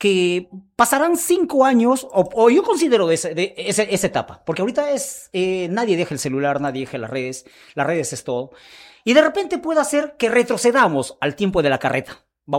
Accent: Peru; los peruanos siempre hemos sido capos también grabando

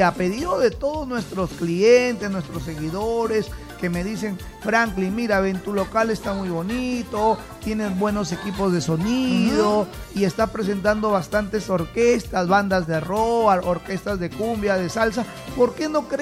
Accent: Chiclayo, Lambayeque, Peru; born there; now in Tarapoto, Peru; mi primera tierra es Chiclayo, pues donde el norte, me vio nacer, ¿no?

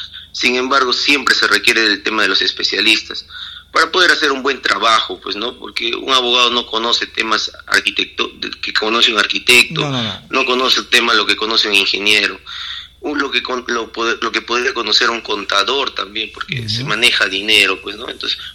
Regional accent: Tocache, San Martín, Peru; born there; tocachino de nacimiento

